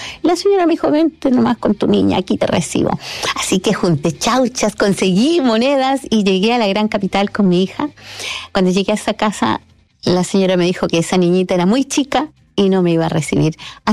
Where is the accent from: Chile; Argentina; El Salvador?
Chile; Parral, Maule; born there; Pero hace muchos años, yo nací en Parral.